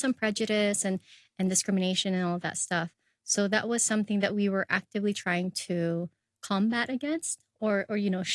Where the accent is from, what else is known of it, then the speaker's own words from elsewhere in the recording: Hong Kong; Growing up as a Filipino in Hong Kong, obviously there are certain unfortunate things.